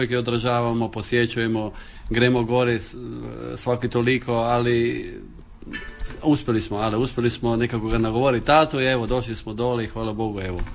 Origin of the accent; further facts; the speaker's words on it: Motovun, Istria County, Croatia; odakle si, prvo reći iz Motovuna, iz Kaldira, to su moji korijeni, to je moj rod i jako sam ponosan